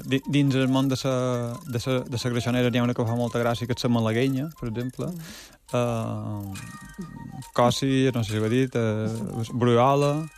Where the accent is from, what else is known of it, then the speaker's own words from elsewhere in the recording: Palma, Balearic Islands, Spain; vivíem en el barri, a la gerreria